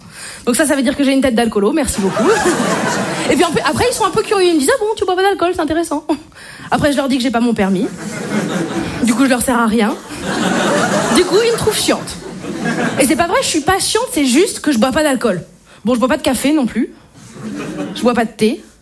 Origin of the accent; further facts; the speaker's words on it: Brittany, France; Je suis bretonne. Et je ne bois pas d'alcool. Si, c'est vrai. En Bretagne, on m'appelle l'exception qui confirme la règle.